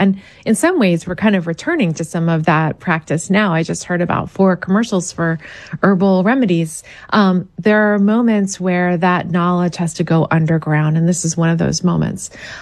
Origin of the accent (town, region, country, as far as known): Pennsylvania, United States